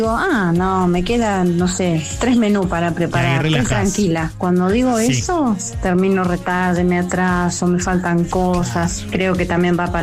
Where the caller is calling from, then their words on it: San Miguel del Monte, Buenos Aires Province, Argentina; de San Miguel del Monte.